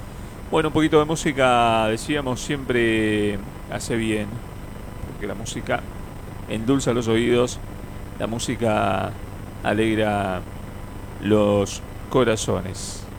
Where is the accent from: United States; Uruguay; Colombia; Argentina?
Argentina; como argentino quería que gane el equipo argentino